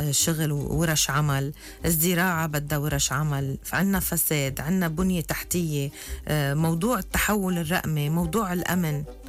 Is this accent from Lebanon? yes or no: yes; Lebanon; بلدنا لبنان.